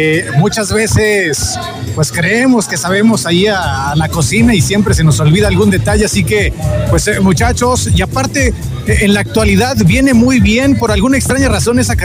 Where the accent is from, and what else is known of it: Mexico